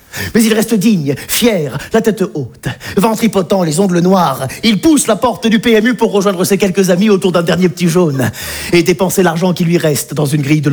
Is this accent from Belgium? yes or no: no; Auvergne-Rhône-Alpes, France; ça me rappelle un peu ma région natale. J'arrive d'Auvergne. Oui. Oh, l'Auvergne, c'est magnifique. C'est montagne, c'est campagne, c'est volcan